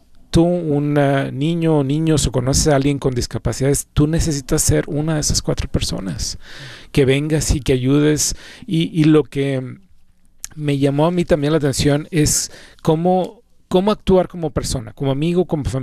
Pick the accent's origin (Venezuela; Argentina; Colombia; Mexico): Mexico; Creo yo que en los países latinos, yo soy de México, somos más a que actúas.